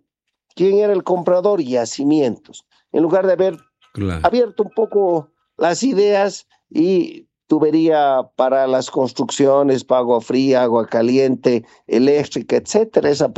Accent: Potosí, Bolivia; Me da pena porque yo soy potosino y esa es una herida que llevamos los potosinos porque se nos mintió.

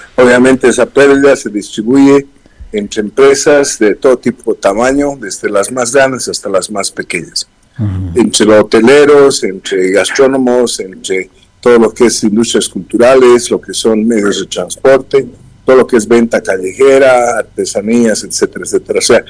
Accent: Bolivia; pudiéramos ser capaces como bolivianos

